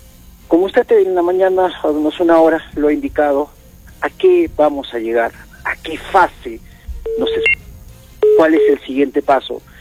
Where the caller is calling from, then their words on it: Arequipa, Peru; estamos nosotros como peruanos, sobre todo como arequipeños